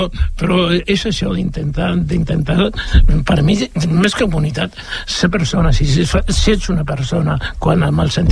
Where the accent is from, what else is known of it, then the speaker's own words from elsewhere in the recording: Barcelona, Catalonia, Spain; born there; jo soc nascut a Barcelona i també era de barri del tros aquell, i jo em sento sobretot primer de Cans Blancs i Casablanca.